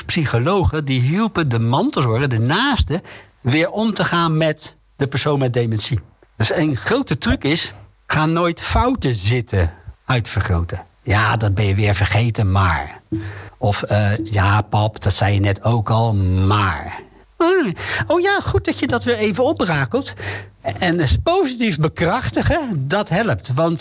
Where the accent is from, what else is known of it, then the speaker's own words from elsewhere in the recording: Rotterdam, South Holland, Netherlands; zou ik als Rotterdammer kunnen zeggen.